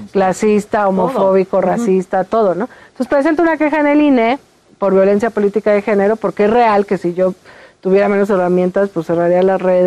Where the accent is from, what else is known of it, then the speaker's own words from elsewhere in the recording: Mexico; como mexicanas y mexicanos